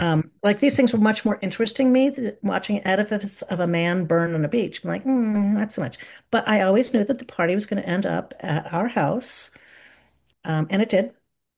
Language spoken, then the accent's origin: English; East Coast, United States; But I grew up in the East Coast with lush greenery, so this is a very foreign environment for me.